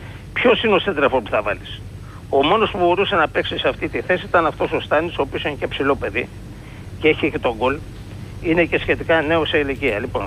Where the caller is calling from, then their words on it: Piraeus, Attica, Greece; από τον Πειραιά.